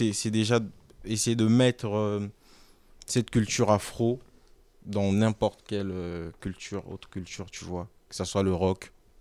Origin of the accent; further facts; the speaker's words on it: Republic of the Congo; now in France; Ouais, je viens du Congo. Du Congo-Brazzaville.